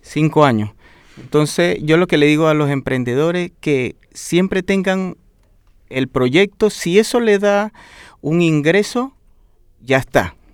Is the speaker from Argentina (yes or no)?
no; Venezuela; moved away as an adult; now in Chile; Yo vine de Venezuela por situación de mi país